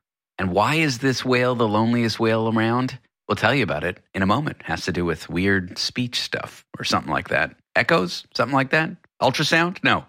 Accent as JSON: {"language": "English", "town": "Toronto", "region": "Ontario", "country": "Canada", "tie": "born or raised there", "said": "I grew up in Toronto in Canada, and they're in about an hour, 2 hours away."}